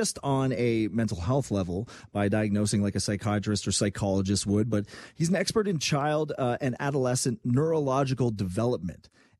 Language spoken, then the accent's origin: English; Quebec, Canada; moved away; Growing up in Quebec, you know, we had a convenient store culture.